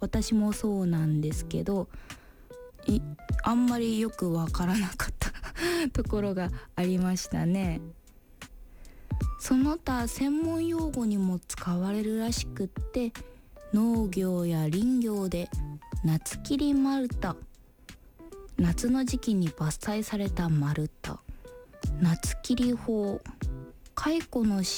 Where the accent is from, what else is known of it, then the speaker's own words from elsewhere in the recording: Yamagata, Japan; now in Tokyo, Japan; 私の地元の山形では